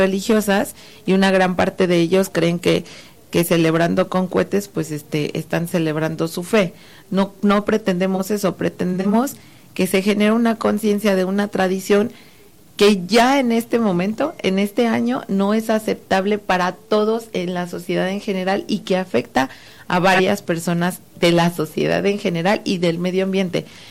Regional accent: San Juan del Río, Querétaro, Mexico; yo soy del municipio de San Juan del Río.

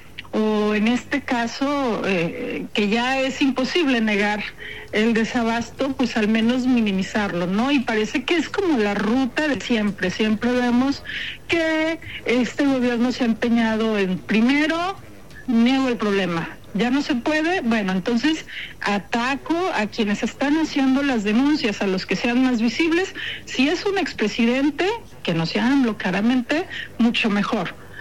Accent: Mexico

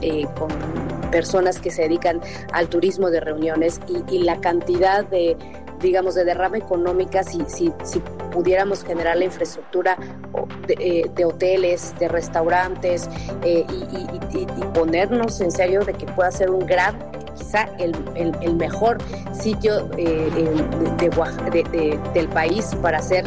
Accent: Oaxaca, Mexico; no puedo ser tan objetiva porque soy oaxaqueña

